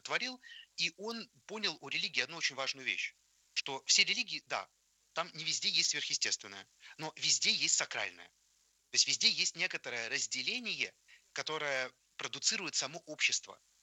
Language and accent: Russian; Saint Petersburg, Russia; Ну, я из Петербурга